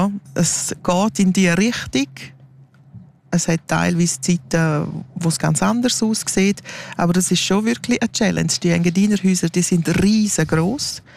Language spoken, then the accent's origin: German; Graubünden, Switzerland; Ja, wir sind Bündner, ja. Okay, und wir fahren ja immer korrekt 80.